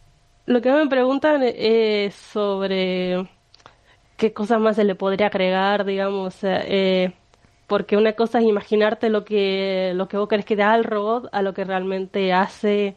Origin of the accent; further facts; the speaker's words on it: Paraná, Entre Ríos, Argentina; Soy de Paraná y yo me recibí en la ENET 1 de técnica electrónica.